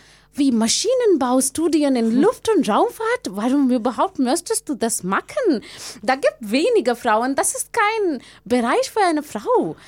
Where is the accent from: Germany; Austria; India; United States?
India; German is a second language; In einer anderen Stadt in Indien. Davor hatte ich auch von meiner Heimat, davor musste ich von meiner Heimat umsehen, so einen anderen Ort, sehr weit weg.